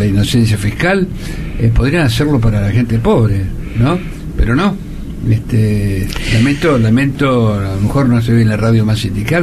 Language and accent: Spanish; Argentina; Yo soy argentino